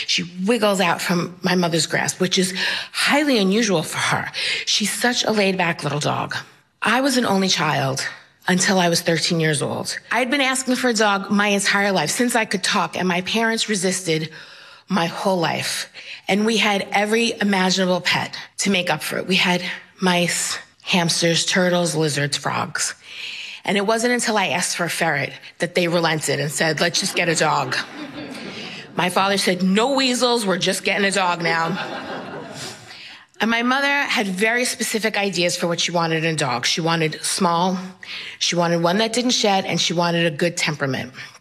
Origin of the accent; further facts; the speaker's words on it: Queens, New York, United States; I'm from Queens, New York, and I'm a storyteller.